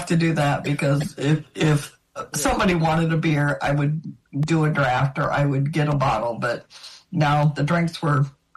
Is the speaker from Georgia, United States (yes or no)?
no; Virginia Beach, Virginia, United States; also born or lived in Maryland / New Jersey; No. I was born in Maryland. I spent a couple of years in New Jersey, but I grew up in Virginia Beach.